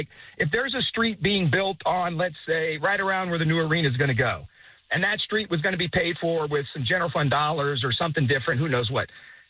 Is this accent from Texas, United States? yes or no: yes; San Antonio, Texas, United States; I'm from Marbach Road.